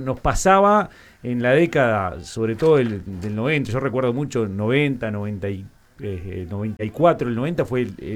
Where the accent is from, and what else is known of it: Uruguay